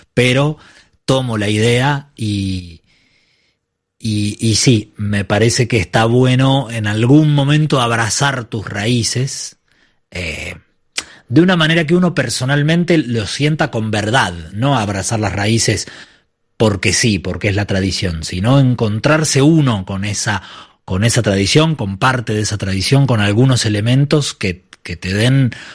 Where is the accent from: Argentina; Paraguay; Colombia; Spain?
Argentina; yo vengo de acá, Yo soy argentino, yo estoy viviendo en Buenos Aires hace 15 años